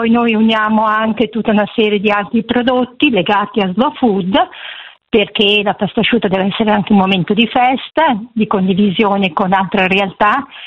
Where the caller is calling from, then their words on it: Cinisello Balsamo, Lombardy, Italy; io chiamo da Cinisello Balzo